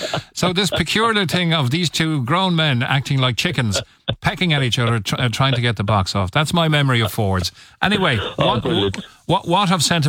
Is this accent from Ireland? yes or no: yes; Dublin, Leinster, Ireland; Next thing Mossy heard the accent, you're not from Cork. No, I'm from Dublin.